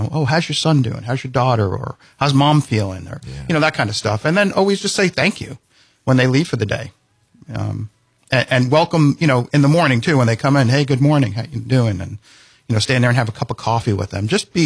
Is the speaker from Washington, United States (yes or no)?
no; New York, United States; moved away as an adult; Staten Island was great when I grew up around there.